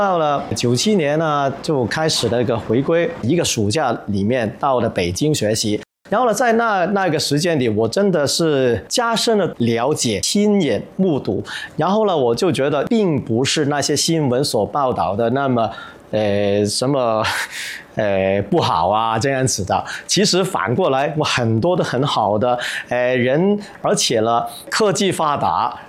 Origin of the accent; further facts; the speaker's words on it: Hong Kong; born there; 我也在香港出生